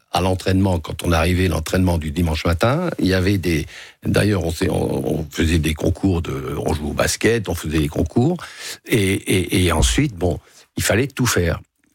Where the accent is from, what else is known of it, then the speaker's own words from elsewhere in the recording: Hauts-de-France, France; parce que je suis un enfant des cons, je suis du Nord, hein